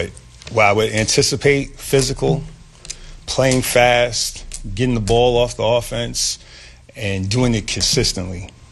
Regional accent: Waterbury, Connecticut, United States; here I'm a kid from Waterbury, Connecticut

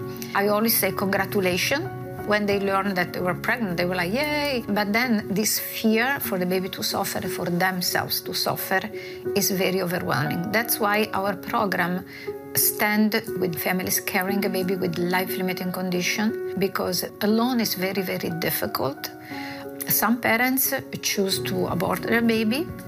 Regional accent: Milan, Lombardy, Italy; I was born and raised in Italy, in Milano.

